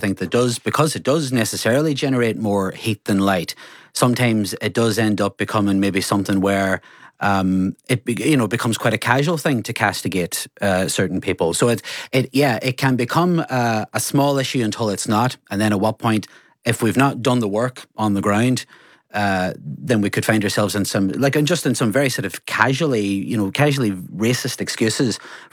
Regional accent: Ireland; as Irish people

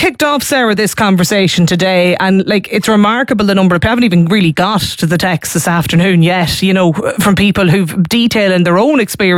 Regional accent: Donegal, Ulster, Ireland; accent: Donegal; the stick I get about being too Donegal, not Donegal enough, you don't speak this way, that way, the other way.

